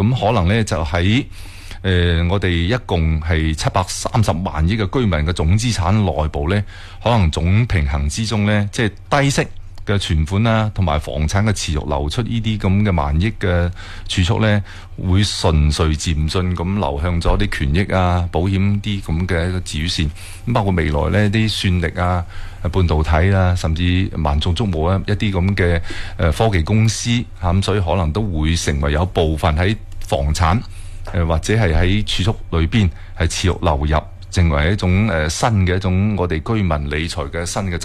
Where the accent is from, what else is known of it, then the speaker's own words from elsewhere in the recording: Foshan, Guangdong, China; 以前我哋即系以传统嘅禅城区啊，可能佛山人咧